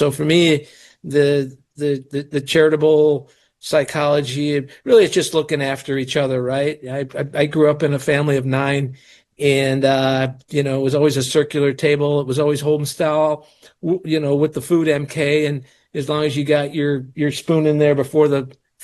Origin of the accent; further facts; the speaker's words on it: Detroit, Michigan, United States; moved away; I was born and raised in Detroit, and I've been all over the country, for several years. But I settled back in the Detroit area